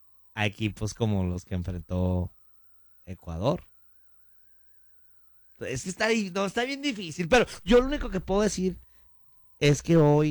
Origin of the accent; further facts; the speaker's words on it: Mexico; now in United States; Y los mexicanos que llegamos aquí a Estados Unidos